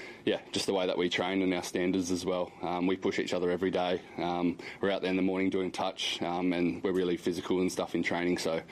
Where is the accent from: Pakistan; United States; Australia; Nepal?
Australia; Busselton, Western Australia; I have a lot of family that are down, who are playing in Bunbury, but I'm from Busselton